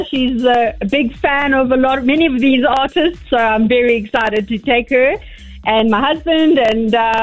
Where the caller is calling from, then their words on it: Alberton, Gauteng, South Africa; I'm from Alberton.